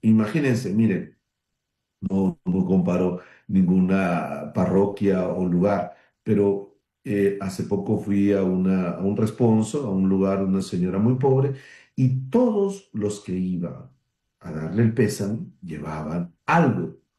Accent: Peru; somos todos peruanos.

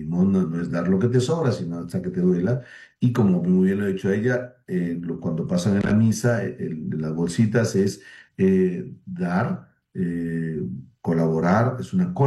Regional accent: Tumbes, Peru; Yo también soy del norte, soy de Tumbes, mi mamá está aquí con mi hermana en Tumbes y ella, mi mamá es de Piura

